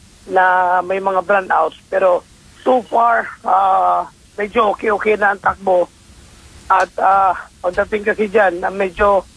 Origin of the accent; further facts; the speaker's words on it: Soccsksargen, Philippines; doon kasi sa amin sa South Cotabato